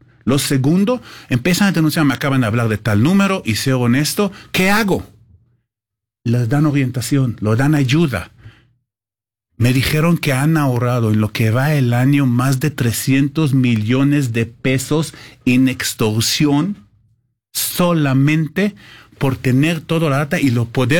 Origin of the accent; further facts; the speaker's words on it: Israel; Spanish is a second language; now in Mexico; Tenemos otra oficina muy chiquita en Israel, de donde yo soy originario, por más temas de high-tech, que lamentablemente aún no llegó a este nivel en México